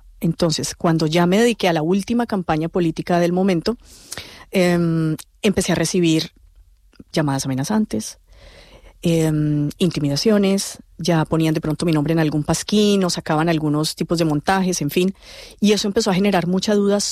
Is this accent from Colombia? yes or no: yes; Colombia; moved away as an adult; now in Canary Islands, Spain